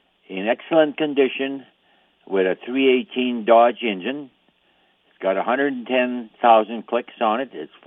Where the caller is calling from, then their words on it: Ryley, Alberta, Canada